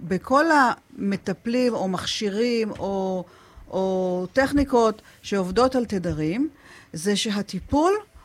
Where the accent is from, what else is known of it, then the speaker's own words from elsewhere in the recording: Eilat, Southern District, Israel; ההורים שלי הגיעו לפה ב-1960, אני נולדתי ב-1965 … הייתה גננת פה, עוזרת לגננת, גידלה את מיטב הגברברים פה באילת, שהיום הם כבר סבים בעצמם. שורשית אמיתית.